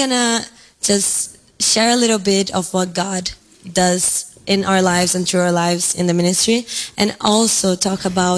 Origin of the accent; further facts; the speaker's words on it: Brazil; I'm from Brazil, the best country in the world.